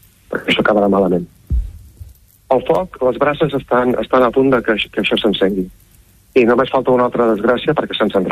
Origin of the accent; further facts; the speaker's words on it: Manresa, Catalonia, Spain; now in Castellnou de Bages, Spain; jo de fet he nascut, he estudiat, m'he criat a Manresa